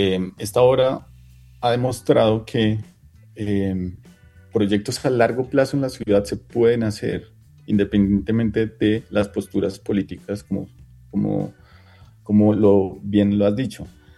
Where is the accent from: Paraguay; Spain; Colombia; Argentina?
Colombia; Bogotá; nos representa a todos como bogotanos